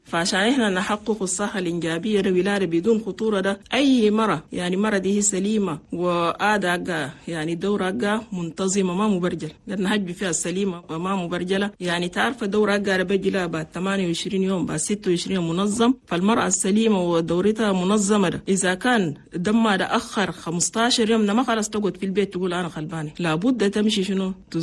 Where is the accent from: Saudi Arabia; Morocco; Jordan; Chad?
Chad; لأننا نحن عندنا في تشاد نسبة موت عن الأمهات اللي بموتوا في ولودها كتير مرة واحد